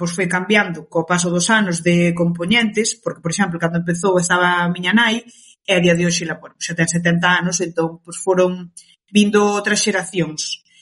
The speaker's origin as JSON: {"language": "Galician", "town": "Burela", "region": "Galicia", "country": "Spain", "tie": "born or raised there", "first_language": "Cape Verdean Creole", "second_language": "Galician", "said": "eu medrei coas dúas culturas, tanto a caboverdiana como a galega, porque eu, na miña casa, meus pais, todo me ensinaron en crioulo, que é o idioma que se fala en Cabo Verde. E claro, de portas para fora, a educación na escola, Burela sempre foi unha vila galego falante"}